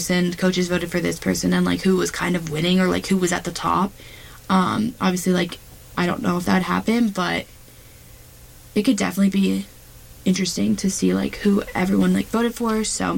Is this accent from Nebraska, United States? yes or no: no; South Carolina, United States; I am from South Carolina